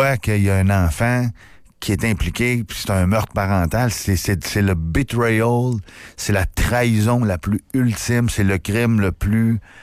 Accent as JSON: {"language": "French", "town": "Baie-Comeau", "region": "Quebec", "country": "Canada", "moved": "yes", "said": "moi, je viens d'Haute-Rive-Bécomo. Bon, quand en 98, quand je suis parti, on était 28 000. OK, c'est pas beaucoup de monde, tout le monde se connaît"}